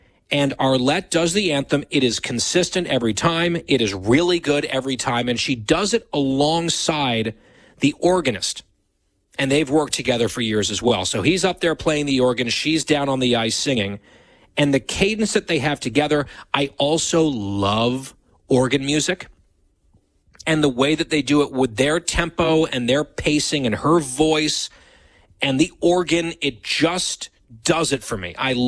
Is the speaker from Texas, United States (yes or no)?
no; New Jersey, United States; As a lot of you know, I'm a big fan of the New Jersey Devils. NHL hockey team based in my home state.